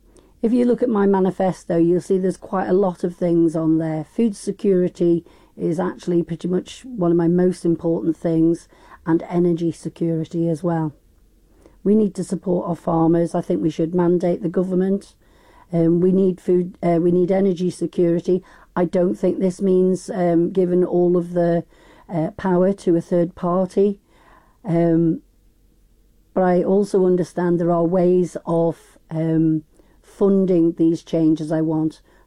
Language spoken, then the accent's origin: English; Douglas, Isle of Man; now in Ramsey, Isle of Man; I grew up in Douglas, but I moved to Ramsey in 2005.